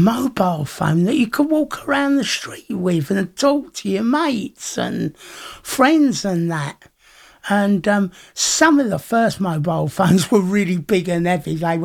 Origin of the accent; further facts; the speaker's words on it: London, United Kingdom; born there; I was born in November 1956. And when I was young, one of my first memories was of my mum walking down the road to use the telephone box. Because we lived in London